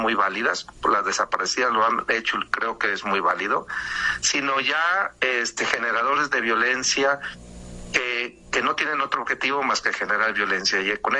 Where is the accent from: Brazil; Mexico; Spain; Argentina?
Mexico; creo que como mexicanos tenemos que pues amar a nuestro país, ¿no?